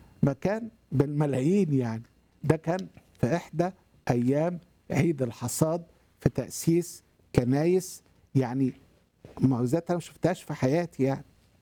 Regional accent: Iraq; now in Australia; من العراق وعاوز اخدم يعني الشعب العراقي المهجر

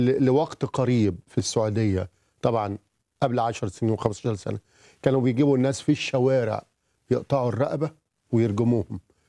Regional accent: Egypt; عندنا في مصر

